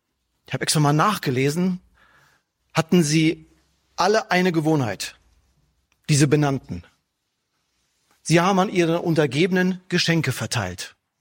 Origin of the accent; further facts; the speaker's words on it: North Rhine-Westphalia, Germany; Nicht weit von dem Ort, wo ich aufgewachsen bin, da erstreckt sich in weiter Höhe das Hermannsdenkmal.